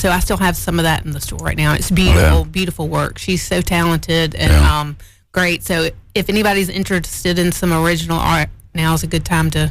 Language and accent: English; Sumter, South Carolina, United States; I am from Sumter.